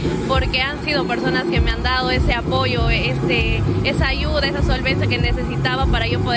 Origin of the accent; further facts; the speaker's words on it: Morales, San Martín, Peru; mi querido Morales, con mi pueblo, con mi distrito